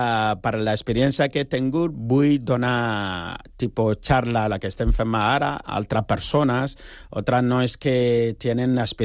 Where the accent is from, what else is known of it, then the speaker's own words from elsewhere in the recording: Ghana; Catalan is a second language; now in Spain; perquè jo soc de Ghana, tu imagina que jo vinc aquí amb un taparrabo o una aliança, això no és així. Llavors, clar, jo si vinc a Catalunya, com mínim, aprendre la llengua catalana